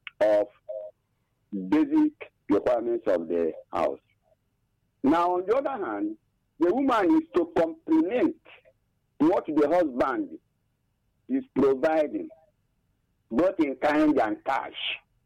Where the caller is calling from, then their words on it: Isoko, Delta, Nigeria; I'm calling from Isoko.